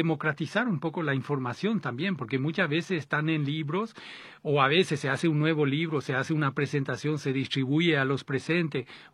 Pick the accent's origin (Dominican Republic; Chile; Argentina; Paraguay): Paraguay; also born or lived in France; now in Bolivia; Estoy de paso por Paraguay porque vivo en Bolivia, pero me crié en Paraguay. Soy francés, nacido en Francia, pero como digo, me crié en Paraguay.